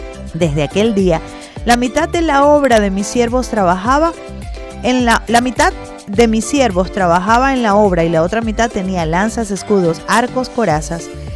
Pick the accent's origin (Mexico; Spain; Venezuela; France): Venezuela